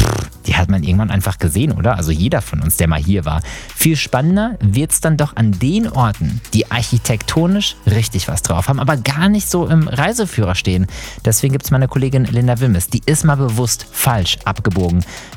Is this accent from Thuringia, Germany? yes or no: no; Potsdam, Brandenburg, Germany; als Potsdamer bin ich ja ständig mal drüben in Berlin in der Hauptstadt